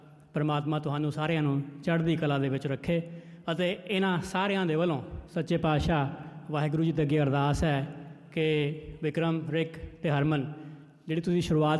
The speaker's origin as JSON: {"language": "Punjabi", "region": "Punjab", "country": "India", "said": "ਮਾਲਵੇ ਦੇ ਲੋਕਾਂ ਦੀਆਂ ਵੱਡੀਆਂ ਜ਼ਮੀਨਾਂ ਆਉਂਦੀਆਂ ਅਤੇ ਇਹਨਾਂ ਦੇ ਦਿਲ ਵੀ ਬਹੁਤ ਵੱਡੇ ਹੁੰਦੇ ਆ ਅਤੇ ਅਸੀਂ ਦੁਆਬੇ ਵਾਲੇ ਹਾਂ।"}